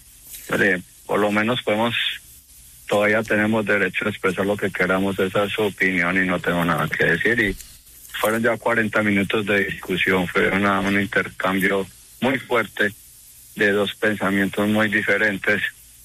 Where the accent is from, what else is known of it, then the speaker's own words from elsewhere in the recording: Paisa region, Colombia; now in United States; somos de sangre paisa, sangre de arrieros, yo fui exmilitar en Colombia